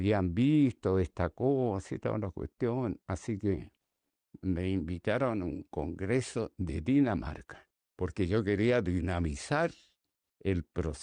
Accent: Chile; also born or lived in France; now in Santiago, Chile; Yo siempre dije porque era chileno, no puedo ser europeo, yo no soy europeo.

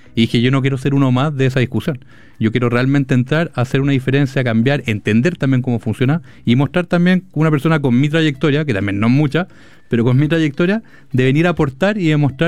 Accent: Chile; moved away; quería volver a Chile. Yo siempre decía, en algún minuto quiero estar en Chile, de vuelta en mi país y vivir ahí.

